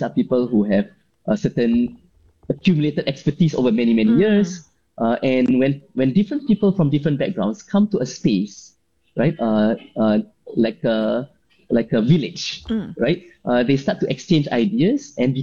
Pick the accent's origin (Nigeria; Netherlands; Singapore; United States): Singapore; I think that kind of made me realize that as a Singaporean engineer overseas, there's so much knowledge, right?